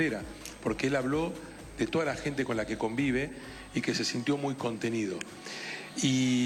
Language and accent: Spanish; Argentina; Somos así los argentinos.